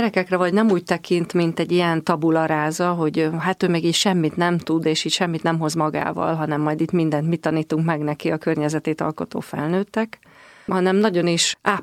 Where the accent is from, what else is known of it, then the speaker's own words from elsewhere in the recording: Komló, Baranya, Hungary; Komlón születtem, már jó régen, 54 éves vagyok, és ez ugye egy baranyai kisváros, Pécs vonzás körzetében, de ami a legfontosabb, hogy a Mecsek-hegységben